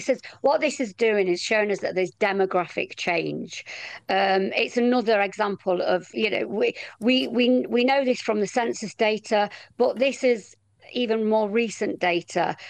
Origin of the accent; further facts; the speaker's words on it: Nottingham, East Midlands, United Kingdom; I come from, like you, I come from Nottingham.